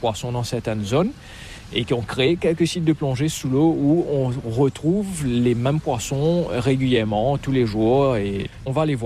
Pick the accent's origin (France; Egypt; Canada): France; Brittany; Exactement, voilà, on est de la Bretagne.